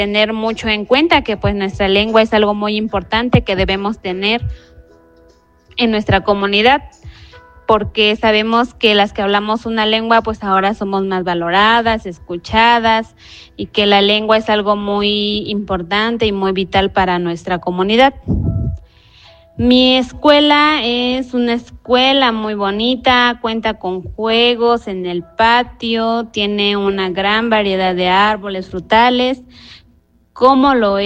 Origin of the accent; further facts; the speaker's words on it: San Marcos Tlacoyalco, Puebla, Mexico; Yo vengo del municipio de Tlacotepec de Benito Juárez, de la comunidad de San Marcos Tlacoyalco, en la cual hablamos una lengua que es la lengua popolocan guigua.